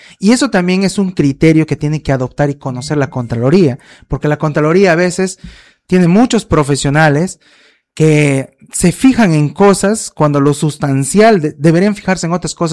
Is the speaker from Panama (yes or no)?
no; San Martín, Peru; moved away; estoy esta semana de vacaciones en mi tierra, en San Martín.